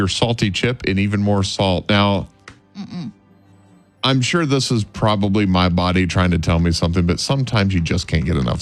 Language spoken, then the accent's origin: English; Illinois, United States; Yeah, my home state.